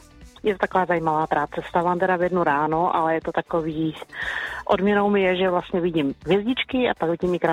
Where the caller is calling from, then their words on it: Brno, South Moravian Region, Czechia; Jsem z Brna. Městská část Jundrov.